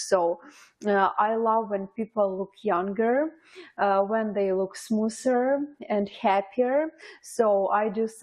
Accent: Ukraine; English is a second language; moved away as an adult; now in Windsor, Canada; I'm from Ukraine, but I have been in Canada already 3.5 years

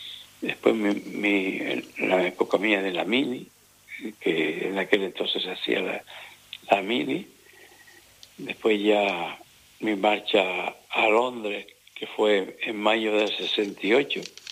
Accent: Las Palmas de Gran Canaria, Canary Islands, Spain; moved away as an adult; also born or lived in Tarfaya / London; mi época en el Risco de San Nicolás, que es donde yo nací y me crié.

